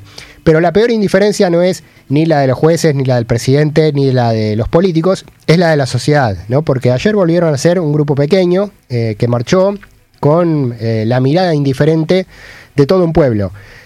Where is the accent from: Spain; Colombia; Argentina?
Argentina; somos latinoamericanos, somos argentinos